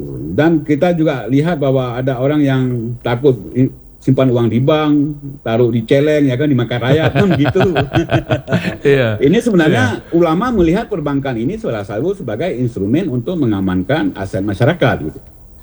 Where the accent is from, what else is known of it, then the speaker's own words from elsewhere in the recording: Aceh, Indonesia; kita selaku Aceh